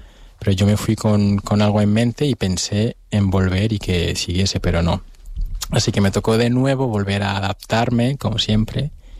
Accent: Canary Islands, Spain; born there; also born or lived in Senegal; que hables con tu acento y te digan, vale, hablas bien, pero ¿de dónde es tu acento? Y si digo, nací en Canarias

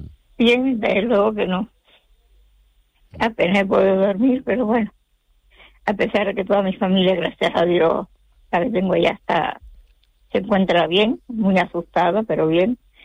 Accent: Caraballeda, La Guaira, Venezuela; born there; moved away; also born or lived in Playa Grande, La Guaira; Mi pueblo se borró.

